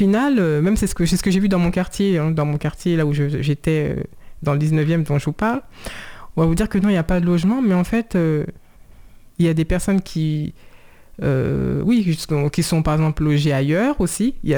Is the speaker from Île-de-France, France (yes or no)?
yes; Saint-Cloud, Île-de-France, France; born there; en tant que citoyenne française, parce que je suis née en France, à Saint-Cloud, dans les Hauts-de-Seine.